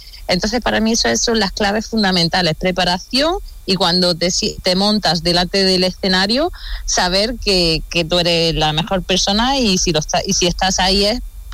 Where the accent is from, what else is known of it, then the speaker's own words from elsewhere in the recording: Dúrcal, Andalusia, Spain; yo soy de un pueblo, soy de Dúrcal, de Granada, del Valle del Lecrín, y mis padres tenían casa rural, ¿eh?